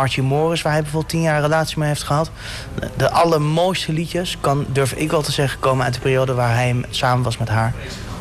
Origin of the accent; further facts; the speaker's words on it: The Hague, South Holland, Netherlands; Het equivalent van Schilderswijk, waar ik vandaan kom.